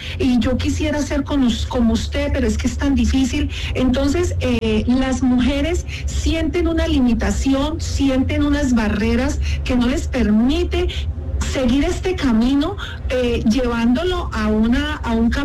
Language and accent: Spanish; Valle del Cauca, Colombia; Si alguien ha sido víctima de la violencia política de género, somos las mujeres del Valle del Cauca